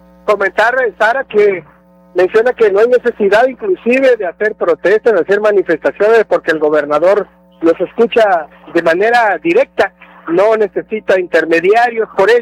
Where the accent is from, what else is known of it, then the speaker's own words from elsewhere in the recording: Tabasco, Mexico; porque somos de Tabasco, aunque algunos dicen lo contrario